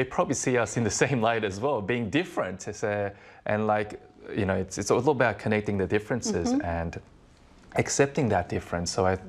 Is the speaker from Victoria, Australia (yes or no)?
no; Sydney, New South Wales, Australia; Well, I grew up in Sydney where a big event, annual event called the Sydney Gay and Lesbian Mardi Gras is held like every year.